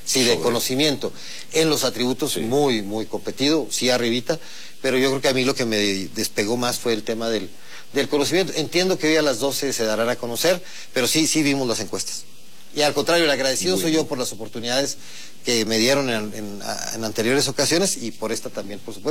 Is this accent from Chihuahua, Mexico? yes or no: yes; Chihuahua, Mexico; soy fronterizo, es de toda mi vida